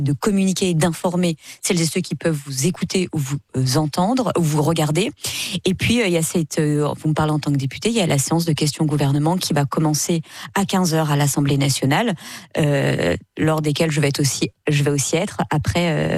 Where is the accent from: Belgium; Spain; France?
France; en tant que Français